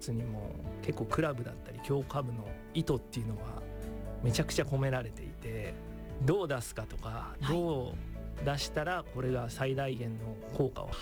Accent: Mie, Japan; moved away; 僕三重県出身なんですけども、四日市中央工業っていう地元ではサッカーが強い強豪校で有名なんですけど

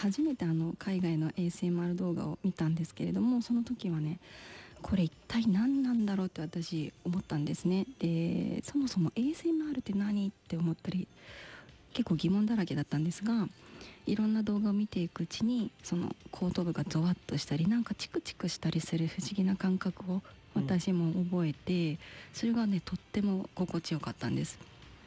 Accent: Nagoya, Aichi, Japan; 名古屋市出身でございます。

